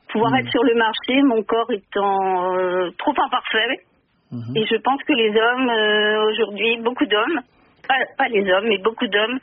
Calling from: Île-de-France, France; Je l'appelle de région parisienne.

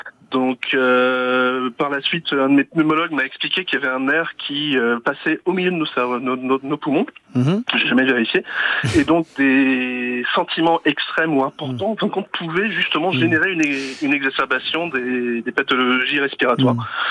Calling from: Toulouse, Occitanie, France; J'appelle de la ville de Toulouse.

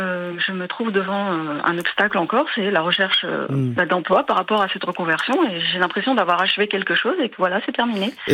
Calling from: La Bonneville-sur-Iton, Normandy, France; J'habite la Bonneville-sur-Iton en Normandie.

